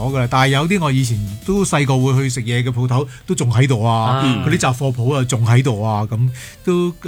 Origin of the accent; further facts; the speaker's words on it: Hong Kong; 我系喺嗰度大嘅，我两岁到搬去，搬咗过去住到廿二岁搬走。